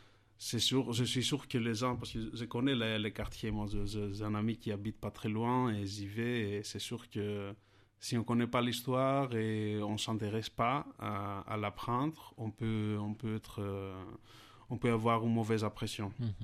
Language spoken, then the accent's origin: French; Kavala, Eastern Macedonia and Thrace, Greece; moved away; près de ma ville natale, la Kavala